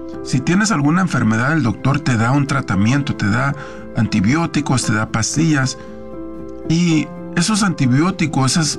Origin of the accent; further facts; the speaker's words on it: Mexico; moved away; estamos los mexicanos